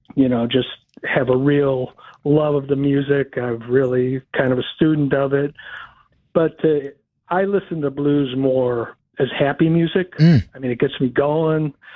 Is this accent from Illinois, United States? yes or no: yes; New Lenox, Illinois, United States; I grew up in New Lenox, which is a suburb in the south, 40 miles southwest of Chicago.